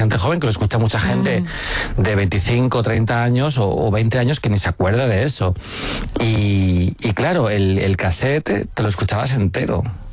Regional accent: Alcorcón, Community of Madrid, Spain; y cuando decían, ¿tú de dónde eres? Yo decía, Alcorcón, la gente era como... ¿Sabes? En plan, como que les parecía gracioso ser de Alcorcón. Y yo, ¿qué pasa? En plan, para mí ser de Alcorcón era normal.

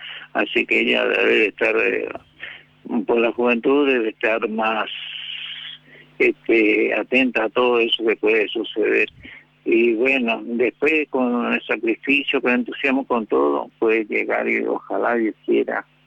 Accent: Ituzaingó, Corrientes, Argentina; now in Posadas, Argentina; De la música del litoral, soy de Ituzaingó, Corrientes, de sí, la provincia de Corrientes, allá radicado en Posadas.

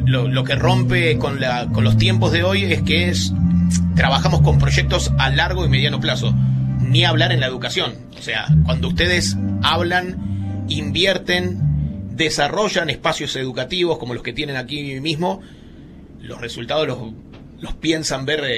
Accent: Santa Fe, Argentina; born there; uno como yo que vengo de la ciudad de Santa Fe, de Santa Fe Capital

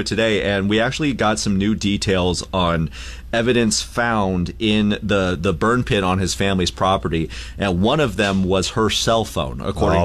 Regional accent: Alaska, United States; moved away; No, I'm from Alaska originally.

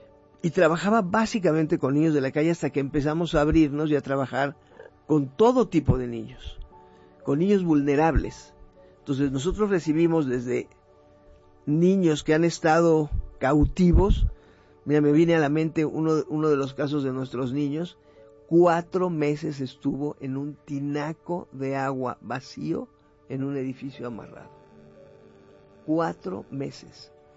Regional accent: Mexico; Hemos estado nosotros los mexicanos y el país muy herido y muy lastimado durante mucho tiempo.

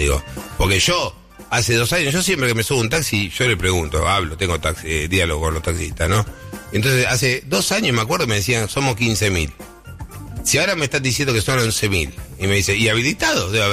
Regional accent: Argentina; No sé por qué pienso mal. Soy argentino, pienso mal.

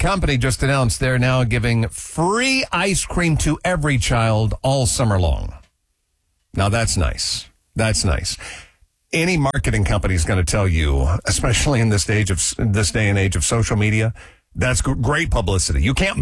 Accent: Kokomo, Indiana, United States; I grew up in Kokomo, Indiana.

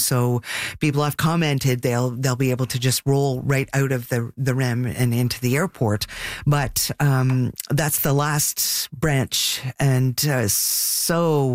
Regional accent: Montreal, Quebec, Canada; When I was growing up in the West Island, was starved for transportation.

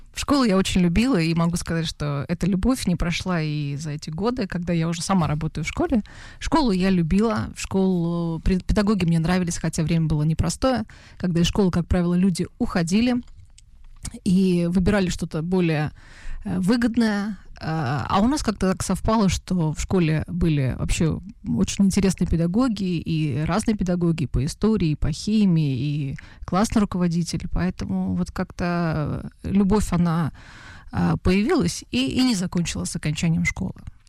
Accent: Oryol Oblast, Russia; поскольку мы из Орловской области, то дом, музей писателя Ивана Сергеевича Тургенева, мы туда каждый год ходили в поход с классной руководительницей.

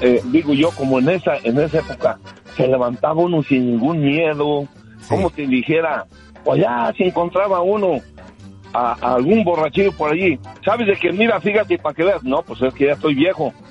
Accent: Tocumbo, Michoacán, Mexico; moved away; cuando yo vivía, cuando estaba chavalón en mi pueblo que se llama Tocumbo, Michoacán, como éramos ladrilleros y tejeros

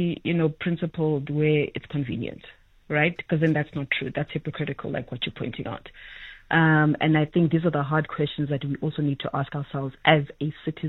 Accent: South Africa; as a South African populace

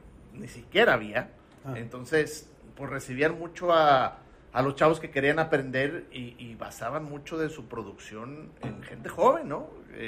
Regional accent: Durango, Mexico; moved away as an adult; now in Torreón, Mexico; yo soy de Durango, okay. Me vine a estudiar la carrera acá a Torreón en el 90

